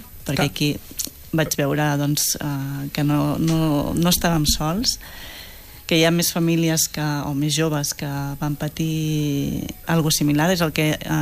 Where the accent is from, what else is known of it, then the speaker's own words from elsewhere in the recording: Sabadell, Catalonia, Spain; nosaltres som de Sabadell